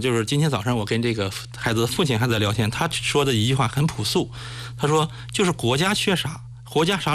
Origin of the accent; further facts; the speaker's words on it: Shijiazhuang, Hebei, China; 咱们石家庄人的通病嘛